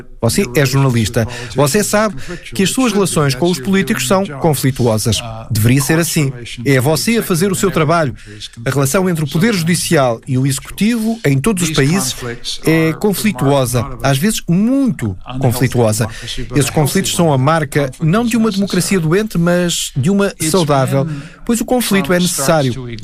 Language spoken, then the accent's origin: Portuguese; Canada; eu sou canadiano.